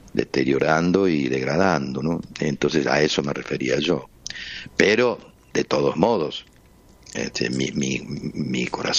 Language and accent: Spanish; Buenos Aires, Argentina; moved away as an adult; yo nací, digo, me formé todo en Buenos Aires